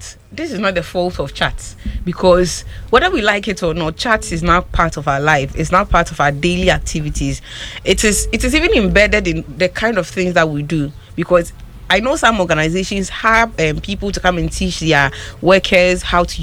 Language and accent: English; Ashanti, Ghana; I was raised in the Ashanti region.